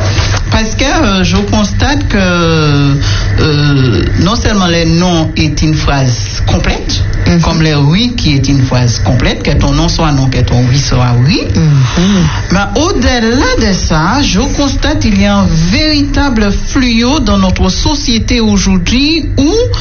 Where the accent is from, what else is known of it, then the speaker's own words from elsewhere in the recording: St. Lucia; now in Martinique; je suis de l'île de Sainte-Lucie. Je viens de l'île de Sainte-Lucie et je suis bien adopté ici en Martinique et je suis l'enfant de Martinique maintenant.